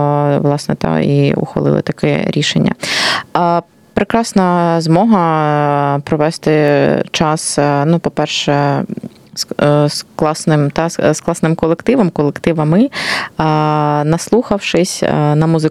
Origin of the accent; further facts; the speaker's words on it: Kharkiv, Kharkiv Oblast, Ukraine; А от чому, коли я з Харкова приїжджаю в Київ